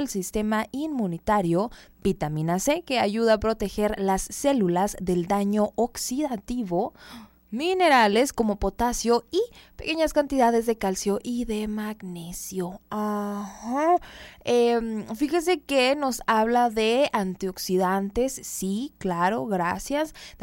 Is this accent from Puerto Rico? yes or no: no; Mexico